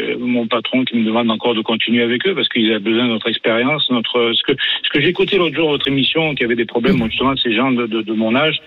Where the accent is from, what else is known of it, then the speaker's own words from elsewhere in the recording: Quebec, Canada; et puis moi je suis d'origine du Québec, et chez moi, on est la retraite est à 67 ans depuis longtemps.